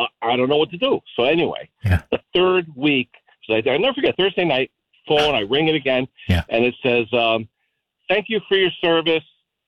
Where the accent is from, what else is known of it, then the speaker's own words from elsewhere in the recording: Trumbull, Connecticut, United States; born and raised in Trumbull, living here now